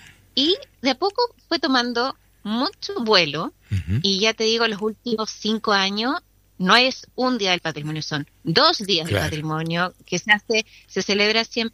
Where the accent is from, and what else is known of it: Chile